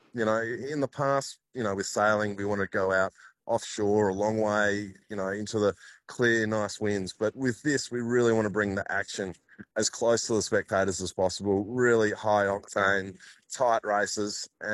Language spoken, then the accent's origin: English; Fremantle, Western Australia, Australia; I grew up racing here in Fremantle and, you know, on the Swan River. And, you know, we're so lucky in Perth and Fremantle, the conditions we have.